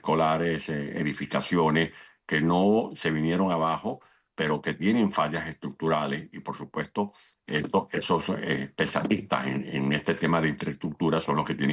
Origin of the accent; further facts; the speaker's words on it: Venezuela; dolorosamente en mi país es estremecido por este sismo